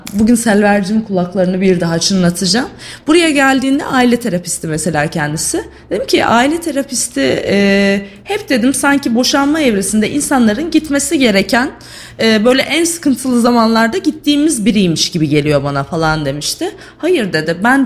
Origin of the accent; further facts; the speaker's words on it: Sivas, Turkey; Bir Sivaslı olarak.